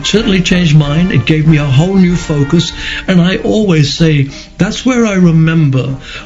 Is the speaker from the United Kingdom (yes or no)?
yes; United Kingdom